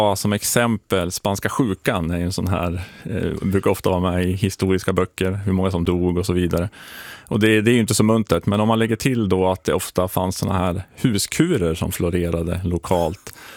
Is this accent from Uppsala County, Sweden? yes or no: no; Alnö, Västernorrland County, Sweden; Jag är uppvuxen på Alnö